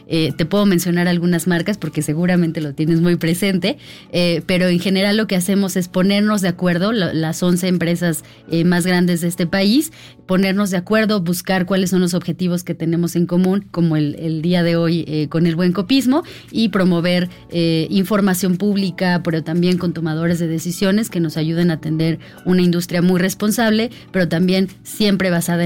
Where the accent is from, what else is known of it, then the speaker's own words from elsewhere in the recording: Mexico; todos como mexicanos conozcamos estos productos